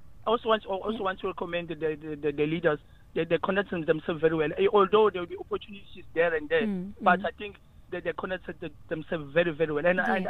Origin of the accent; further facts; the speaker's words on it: Umlazi, KwaZulu-Natal, South Africa; now in Cape Town, South Africa; So when but I'm based in Cape Town. I'm due to employment, but I'm from Umlazi.